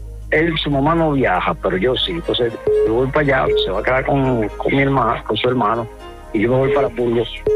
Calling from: Santo Domingo, Distrito Nacional, Dominican Republic; De Santo Domingo.

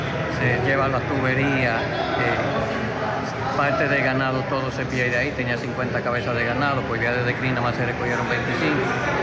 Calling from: San José de las Matas, Santiago, Dominican Republic; Yo vivo en San José de las Matas y yo vivo en la organización Estrella, en la calle Primavera.

